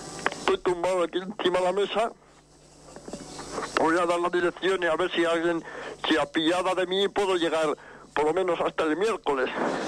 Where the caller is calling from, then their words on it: Segovia, Castile and León, Spain; te llamo de Segovia.